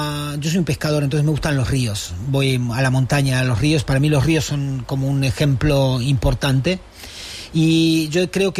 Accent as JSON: {"language": "Spanish", "region": "Patagonia", "country": "Argentina", "said": "Pero luego vi en mi provincia, yo soy de la Patagonia, vi algo que es que me marcó mucho."}